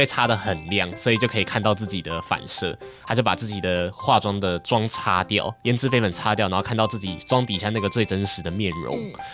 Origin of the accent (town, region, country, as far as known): Taiwan